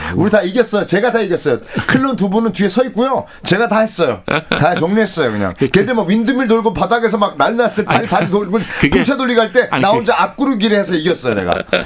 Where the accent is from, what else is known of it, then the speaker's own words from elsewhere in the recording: Busan, South Korea; 아 수영이 아마 부산 출신이니까 모나입니다.